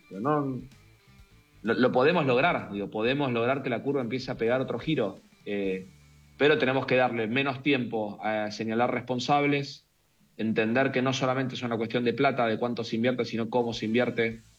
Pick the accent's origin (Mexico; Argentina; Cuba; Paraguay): Argentina